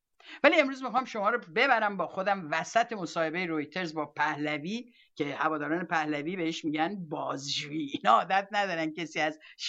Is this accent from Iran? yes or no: yes; Iran; بالاخره ما ایرانی هستیم